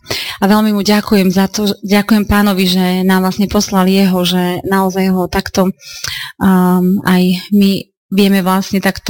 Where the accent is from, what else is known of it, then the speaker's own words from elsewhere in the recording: eastern Slovakia, Slovakia; born there; Pochádzam z východného Slovenska, kde som vlastne žila a pochádzam z takého tradičného prostredia